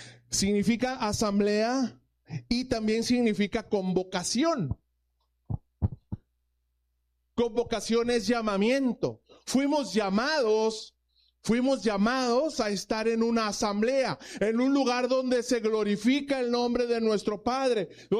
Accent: Mexico; Nosotros como ciudadanos mexicanos

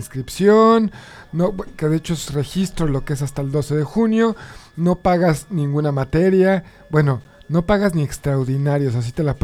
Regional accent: Cuernavaca, Morelos, Mexico; Yo soy de Cuernavaca, Morelos

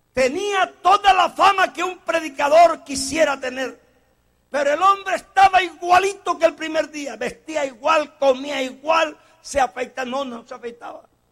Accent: Colombia; Los colombianos somos gentiles.

